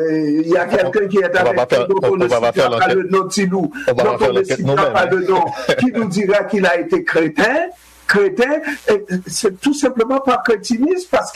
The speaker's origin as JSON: {"language": "French", "country": "Haiti", "said": "quand nous sommes à la radio, nous sommes des Haïtiens de surcroît"}